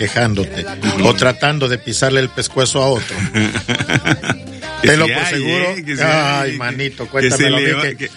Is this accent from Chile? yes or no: no; Veracruz, Mexico; Como buenos veracruzanos que somos.